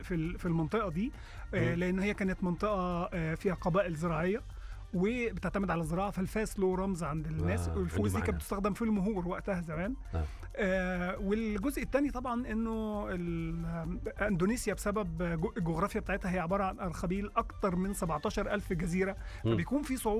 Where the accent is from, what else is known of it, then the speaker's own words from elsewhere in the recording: Egypt; عندنا في مصر